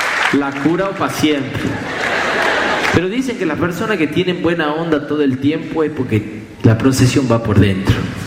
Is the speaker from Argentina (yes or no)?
yes; Famaillá, Tucumán, Argentina; en mi pueblo, en Famaya